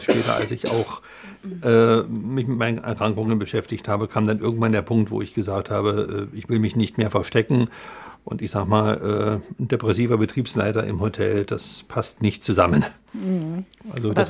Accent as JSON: {"language": "German", "region": "East Germany", "country": "Germany", "tie": "born or raised there", "said": "ich bin ja ein Kind des Ostens und im Osten groß geworden."}